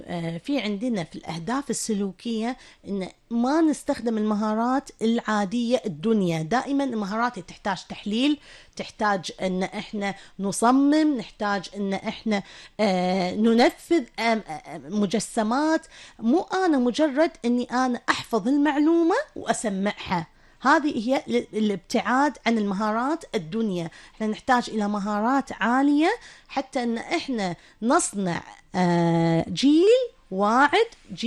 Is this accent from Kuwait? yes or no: yes; Kuwait